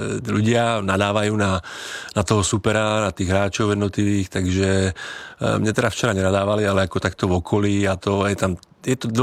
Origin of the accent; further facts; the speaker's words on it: Slovakia; now in Czechia; No tak jsem Slovák, takže faním Slovákům samozřejmě.